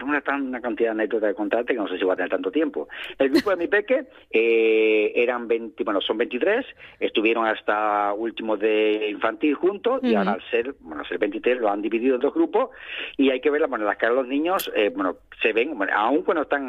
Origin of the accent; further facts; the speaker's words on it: Asturias, Spain; el día de Asturias, como buen asturiano, tiene que vaya y tiene que llover.